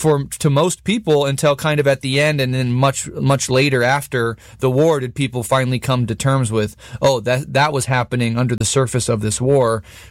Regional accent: United States; as an American

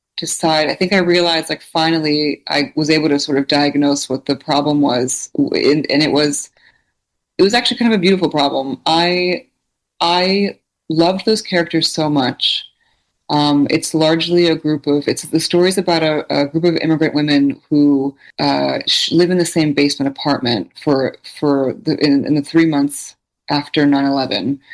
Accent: New Jersey, United States; the single mothers, single immigrant mothers I grew up with in New Jersey

